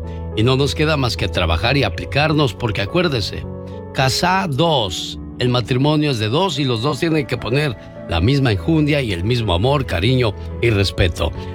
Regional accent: Tijuana, Baja California, Mexico; Un día salí de Tijuana, pero Tijuana nunca salió de mí.

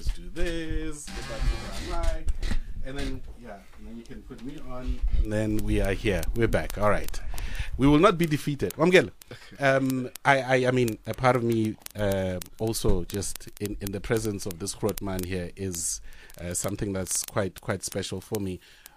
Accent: Pretoria, Gauteng, South Africa; born there; moved away; also born or lived in Cape Town; Growing up in Pretoria and Atteridgeville, I learned how to play cricket on gravel. And it was when we moved to Cape Town where I was able to play on grass.

